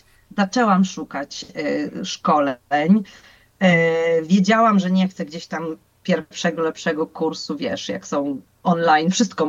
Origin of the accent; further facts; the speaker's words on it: Wrocław, Lower Silesian Voivodeship, Poland; nasz proboszcz w parafii we Wrocławiu, skąd pochodzę